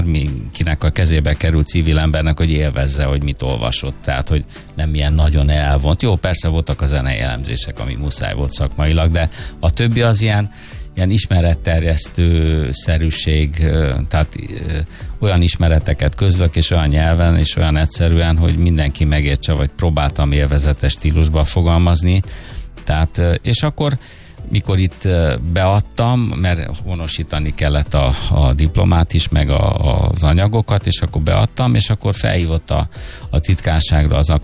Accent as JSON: {"language": "Hungarian", "country": "Hungary", "tie": "born there", "said": "nem véletlenül születtem a Kárpát-medencébe"}